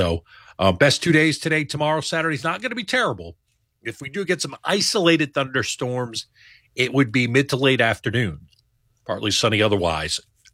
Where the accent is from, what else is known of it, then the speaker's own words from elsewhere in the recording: Hudson Valley, New York, United States; moved away; back in my old neck of the woods up in the Hudson Valley, New York State, up near Albany.